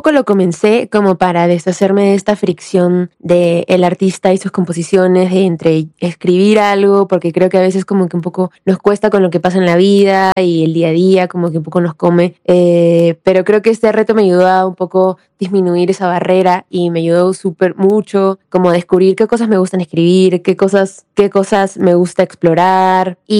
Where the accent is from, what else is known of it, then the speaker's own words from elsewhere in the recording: Lima, Peru; Yo estuve en el coro de mi colegio y también tuve una formación pues musical ahí en mi país, en Lima.